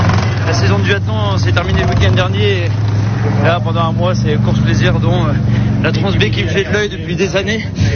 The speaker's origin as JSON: {"language": "French", "town": "Merlimont", "region": "Hauts-de-France", "country": "France", "tie": "born or raised there", "moved": "yes", "said": "Je suis originaire de Merlimont, donc pas très loin."}